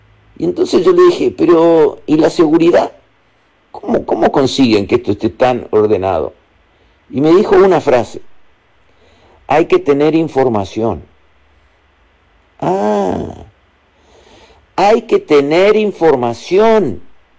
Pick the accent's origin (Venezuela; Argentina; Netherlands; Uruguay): Uruguay; sabe que soy uruguayo